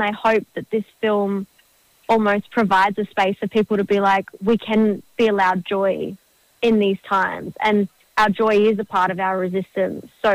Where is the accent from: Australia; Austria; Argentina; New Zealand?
Australia; Alice Springs, Northern Territory; And I'm from Alice Springs, and we're nowhere near that now, which is really sad.